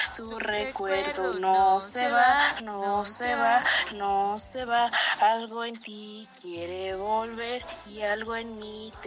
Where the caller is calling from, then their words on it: Santiago Momoxpan, Puebla, Mexico; los escucho desde Santiago Moxpan.